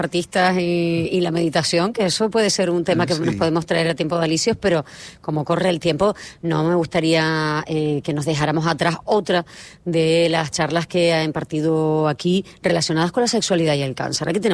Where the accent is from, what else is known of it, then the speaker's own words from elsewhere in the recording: Canary Islands, Spain; a los canarios nos encanta hacer un montón de cosas.